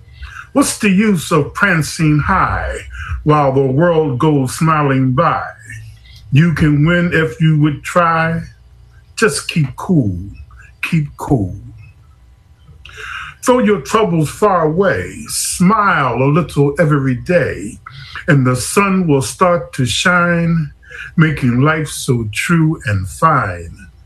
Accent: Philadelphia, Pennsylvania, United States; now in Texas, United States; I'm always ready to go to war because I'm straight up from North Philly, even though I'm living here in Texas.

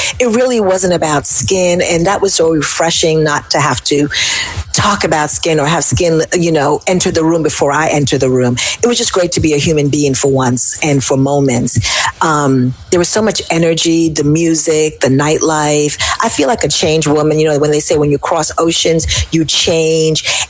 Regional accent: Jamaica; now in United States

